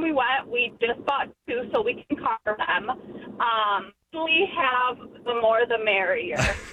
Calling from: Pleasant Prairie, Wisconsin, United States; from Pleasant Prairie.

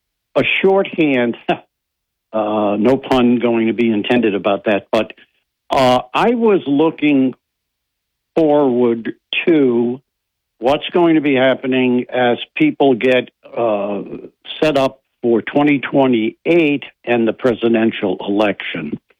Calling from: Binghamton, New York, United States; I'm calling from Binghamton

